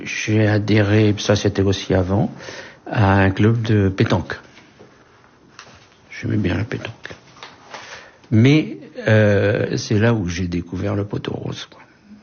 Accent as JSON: {"language": "French", "town": "Laval", "region": "Pays de la Loire", "country": "France", "tie": "born or raised there", "said": "je vais avoir 78 ans. Je suis donc natif de Laval, de la Mayenne, et mon épouse est originaire du Finistère, de Quimper."}